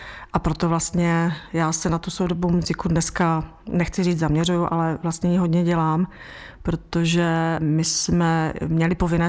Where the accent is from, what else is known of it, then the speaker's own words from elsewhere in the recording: Karviná, Moravian-Silesian Region, Czechia; já jsem z Hornického kraje, z Karviné, a tam vlastně obrovská kultura bylo zborové studio